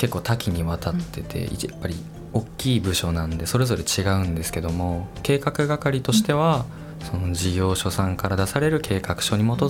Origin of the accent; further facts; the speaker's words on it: Ibaraki, Japan; 私は茨城県ですね。はい、